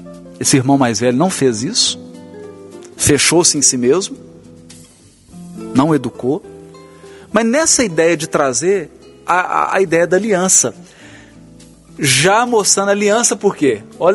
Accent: Brazil; Uma marca cultural, como nós brasileiros temos, né?

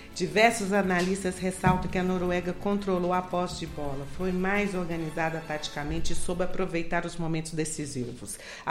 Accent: Brazil; a gente é brasileiro e cada um tem um ponto de vista.

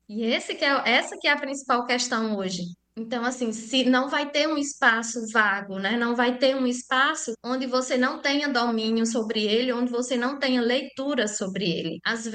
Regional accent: Northeast Region, Brazil; eu venho do Nordeste.

